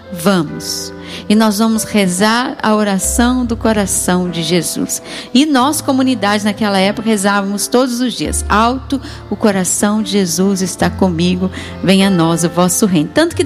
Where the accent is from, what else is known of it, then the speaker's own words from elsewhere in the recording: Lorena, São Paulo, Brazil; moved away; lá em Lorena, na minha terra, né?